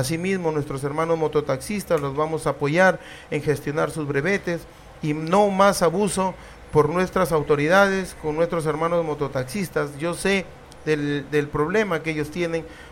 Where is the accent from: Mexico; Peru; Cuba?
Peru; Tucumán; yo me considero 100% tucumano. Yo nací aquí, en esta tierra que me vio nacer, crecer.